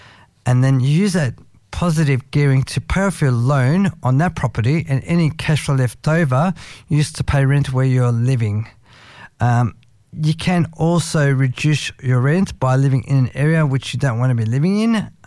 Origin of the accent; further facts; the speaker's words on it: New South Wales, Australia; I actually like it there now because I'm originally from the North Shore.